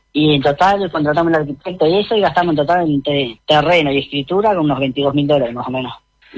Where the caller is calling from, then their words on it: Uruguay; porque como somos todos uruguayos los que compramos